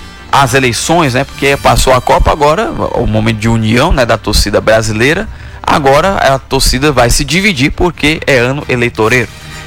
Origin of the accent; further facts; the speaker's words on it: Brazil; Porque eu sou brasileiro